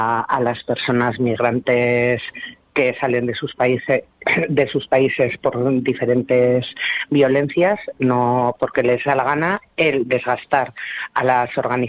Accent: Basque Country, Spain; como cabezones vascas y vascos

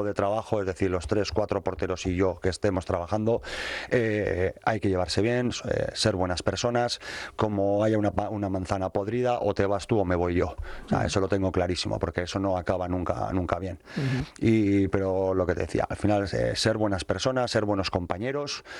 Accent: Irún, Basque Country, Spain; moved away; Yo soy de Irún.

